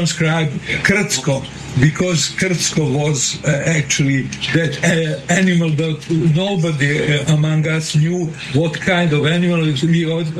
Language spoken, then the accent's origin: English; Zemun, Central Serbia, Serbia; also born or lived in Belgrade; I was born in Belgrade, but I grew up in Zemun, who is perfect embodiment of the provincial town, quite with the Austro-Hungarian atmosphere, which was totally different than that big Belgrade who was just across the river.